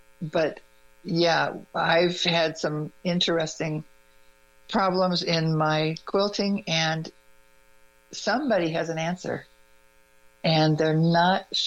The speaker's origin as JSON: {"language": "English", "region": "Illinois", "country": "United States", "said": "I'm from Illinois."}